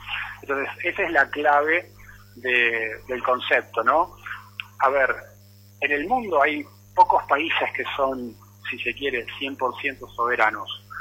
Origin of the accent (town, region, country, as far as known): Argentina